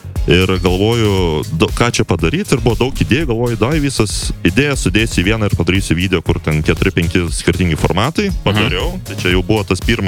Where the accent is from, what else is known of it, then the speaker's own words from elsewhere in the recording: Panevėžys, Panevėžys County, Lithuania; Ne, aš panevėžietis.